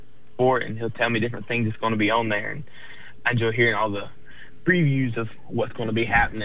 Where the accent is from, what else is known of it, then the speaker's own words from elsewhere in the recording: Smithville, Georgia, United States; I've born and raised in Georgia my whole life, been in church my whole life.